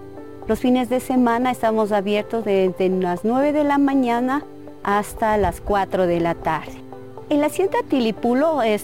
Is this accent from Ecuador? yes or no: yes; Latacunga, Cotopaxi, Ecuador; De la Tacunga solo estoy yo como emprendimiento, porque soy parte de la Asociación Huecas del Ecuador.